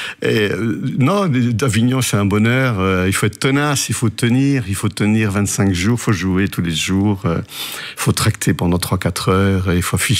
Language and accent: French; Wallonia, Belgium; accent: Carolo; Mon accent du centre